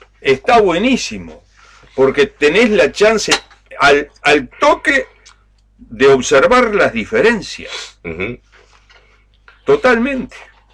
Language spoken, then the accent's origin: Spanish; Uruguay